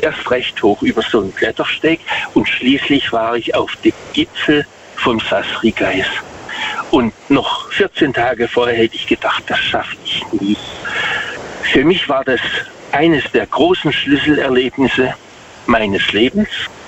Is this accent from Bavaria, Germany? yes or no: no; Waghäusel, Baden-Württemberg, Germany; Also ich komme aus Waghäusel.